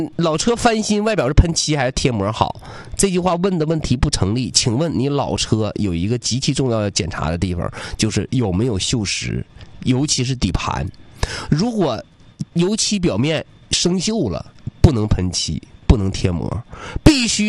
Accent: Northeast China, China; now in Changchun, China; 作为东北人，十几度冷吗？我觉得还可以啊。

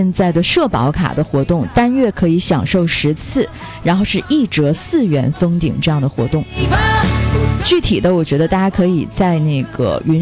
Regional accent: Northeast China, China; 你瞅啥就是咱们东北人非常有标签的那三个字，你瞅啥

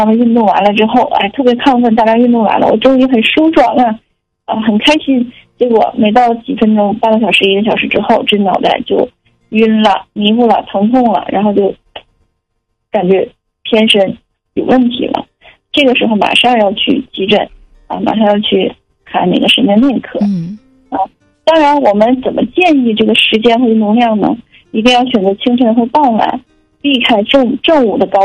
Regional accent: Northeast China, China; 我们东北人呢本身脾胃呢就偏弱

